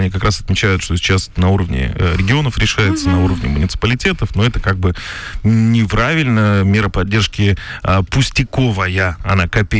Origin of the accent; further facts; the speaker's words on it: Bishkek, Kyrgyzstan; now in Russia; Я родился в Киргизии, в городе Бишкек.